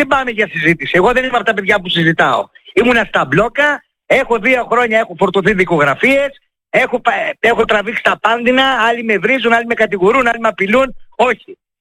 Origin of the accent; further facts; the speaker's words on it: Thessaly, Greece; Θα κοιτάξω νόμιμα να μάθω για τον τόπο μου, για τη Μαγνησία.